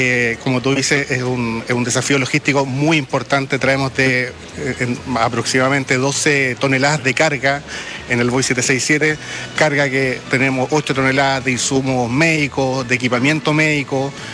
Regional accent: Temuco, Araucanía, Chile; yo soy del sur de Chile, de Temuco lo comentamos

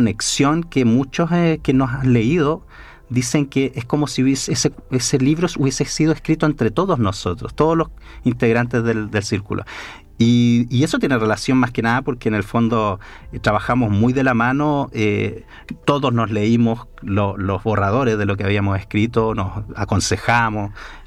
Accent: Chillán, Ñuble, Chile; born there; Yo, que nací en Chillán

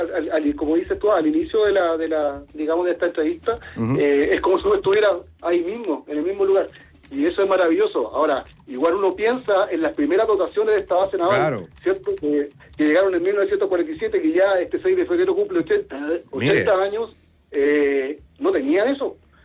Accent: Chile; lo importante que es para nosotros como chilenos cuidar la Antártica

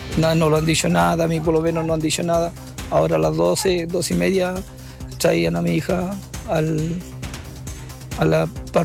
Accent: Chile; la gente de mi país, de mi pueblo

